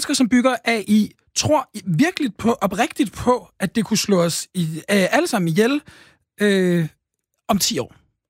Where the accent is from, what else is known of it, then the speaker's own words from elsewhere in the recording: Istanbul, Turkey; Jeg er vokset op i Istanbul.